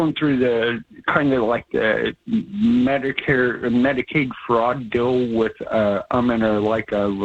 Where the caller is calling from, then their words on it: Spencerville, Ohio, United States; Yes, sir.